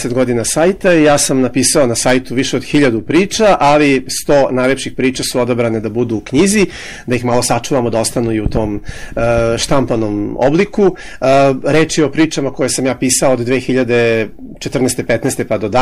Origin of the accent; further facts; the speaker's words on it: Belgrade, Serbia; jer ja sam Beograđanin koji radi u Aranđelovcu, odnosno u Trešnjevici